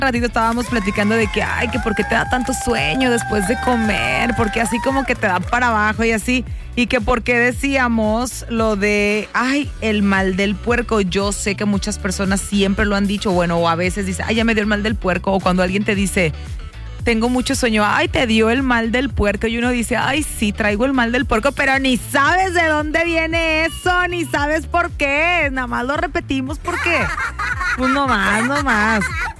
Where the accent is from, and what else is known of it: Mexico